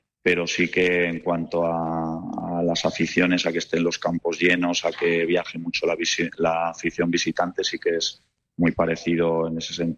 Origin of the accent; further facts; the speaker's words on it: Spain; now in Japan; ahora podemos decir con orgullo que somos españoles y que estamos muy bien considerados.